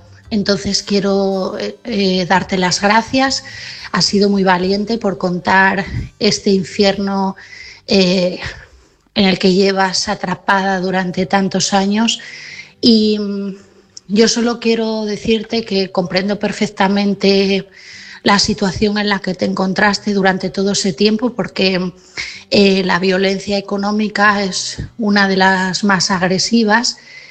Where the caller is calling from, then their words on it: Asturias, Spain; de Asturias